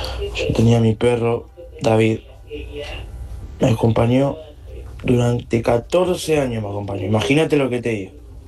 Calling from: Villa Celina, Buenos Aires Province, Argentina; de Villa Celina.

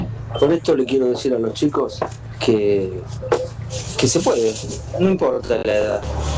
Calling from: Loma Hermosa, Buenos Aires Province, Argentina; soy de Loma Hermosa. Tengo 63 años

